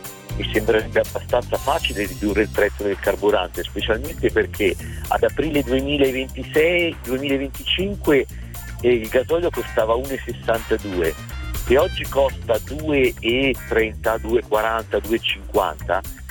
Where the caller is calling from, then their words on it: Città di Castello, Umbria, Italy; Chiamo da Città di Castello, sono in viaggio per andare al lavoro